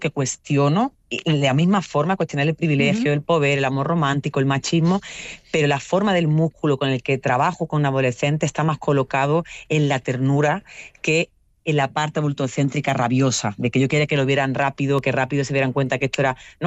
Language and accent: Spanish; Andalusia, Spain; Pero yo soy andaluza, no soy catalana, ni soy vasca. Es decir, el norte del mismo país tiene un lugar que no tiene mi acento.